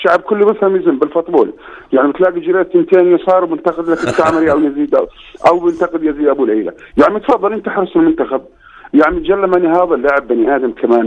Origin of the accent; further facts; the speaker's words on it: Jordan; موضوع الفيسبوك خاصة عندنا في الأردن أصبح مبالغ فيه جدا